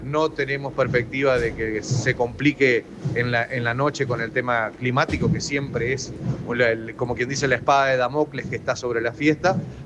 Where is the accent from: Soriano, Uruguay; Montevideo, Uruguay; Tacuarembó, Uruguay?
Soriano, Uruguay; Mercedes; Yo soy de Mercedes, como todo el mundo sabe